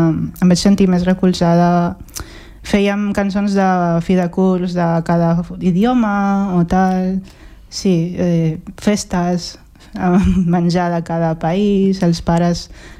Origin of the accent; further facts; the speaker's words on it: Catalonia, Spain; sóc d'aquí també, o sigui, sóc catalana com tu